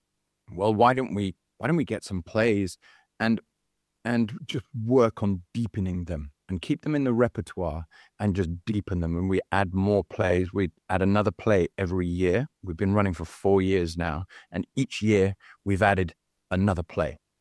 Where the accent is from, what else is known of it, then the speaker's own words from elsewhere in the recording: England, United Kingdom; moved away as an adult; also born or lived in China / Europe; now in Australia; Certainly I'm English and coming to Australia